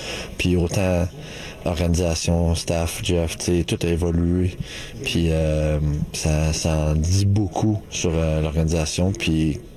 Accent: Quebec, Canada; de jouer deux premières ligues à Montréal, puis spécialement en tant que Québécois pour moi personnellement

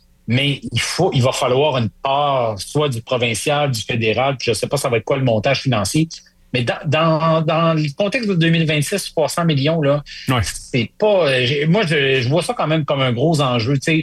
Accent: Quebec, Canada; Moi, j'ai grandi au Saguenay.

